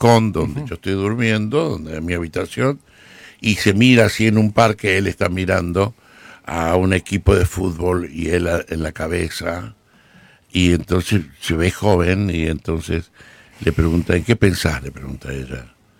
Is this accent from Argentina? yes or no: yes; Guachipas, Salta, Argentina; born there; en el pueblo donde yo nací, en Huachipas